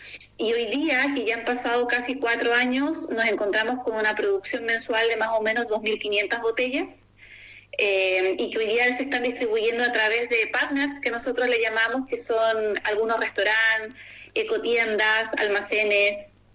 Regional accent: Patagonia, Argentina; Y Carancho porque somos de acá de la Patagonia.

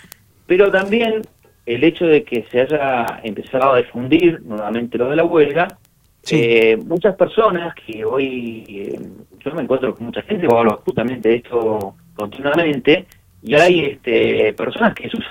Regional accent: Santa Cruz, Argentina; las personas que hoy somos de acá, de Santa Cruz

